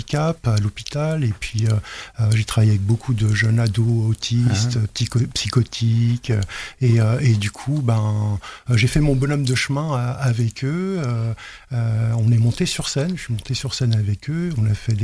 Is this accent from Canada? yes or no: no; Île-de-France, France; Alors moi je viens de pas très loin de Meaux, plutôt de Clessouilly